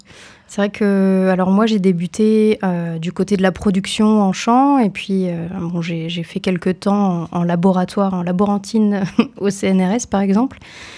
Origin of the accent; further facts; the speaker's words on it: Grand Est, France; accent: Ardennes; now in Nyons, France; je suis pas originaire de la Drôme du tout. Peut-être certains reconnaîtront mon accent ardennais, je ne sais pas.